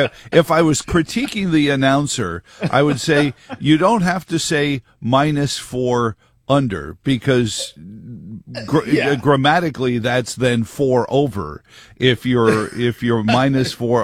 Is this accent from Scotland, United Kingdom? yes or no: yes; Scotland, United Kingdom; As a Scotsman, I don't sit here. And when I try to do a Scottish burr, it sounds really bad.